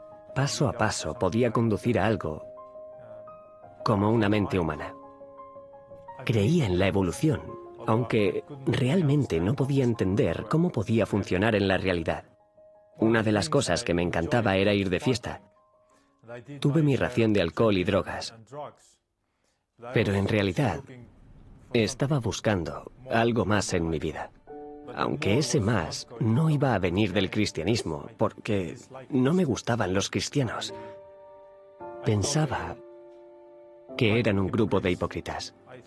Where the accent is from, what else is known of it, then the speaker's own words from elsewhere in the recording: Tartu, Tartu County, Estonia; also born or lived in Tallinn; Durante los primeros 7 años de mi vida, crecí en Tallinn, la capital de Estonia. Y luego nos mudamos a Tartu, que es la segunda ciudad más grande.